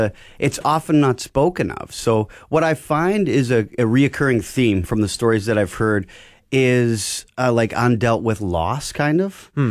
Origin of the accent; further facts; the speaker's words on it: Carman, Manitoba, Canada; I grew up in Carmen, Manitoba.